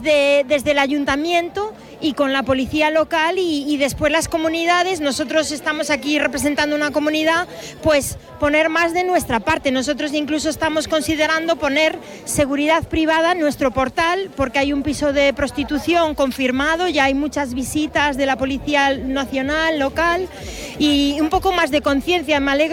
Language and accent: Spanish; Santiago de Compostela, Galicia, Spain; los que somos de Santiago, desde hemos crecido aquí